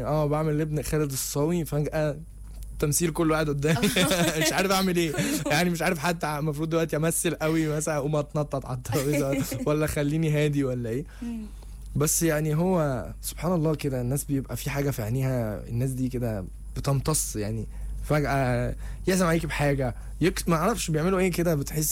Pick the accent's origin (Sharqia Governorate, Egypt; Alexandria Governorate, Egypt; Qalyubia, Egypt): Alexandria Governorate, Egypt; Alexandria; moved away as an adult; also born or lived in Cairo; انا اصلا من اسكندريه فانا عشت 8 سنين فلوحدي مغترب في القاهره